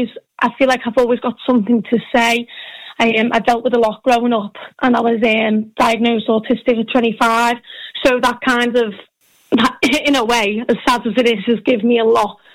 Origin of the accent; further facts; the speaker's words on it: Liverpool, North West England, United Kingdom; I'm 25, I'm from Liverpool